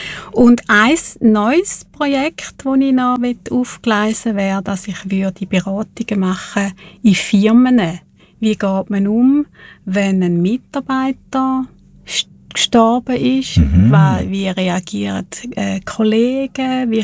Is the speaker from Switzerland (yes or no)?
yes; Thurgau, Switzerland; accent: Thurgau dialect; ich habe mal in Zürich geschafft und bin immer höher genommen worden wegen meinem Thurgauer Dialekt.